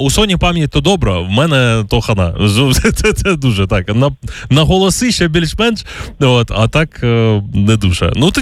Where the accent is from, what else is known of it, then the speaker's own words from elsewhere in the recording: Kryvyi Rih, Dnipropetrovsk Oblast, Ukraine; Я ж виріс в Кривому Розі